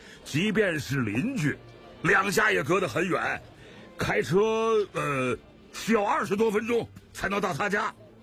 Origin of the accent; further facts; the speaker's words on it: Ejin Banner, Inner Mongolia, China; 神舟从我的家乡起飞，又在我的家乡落地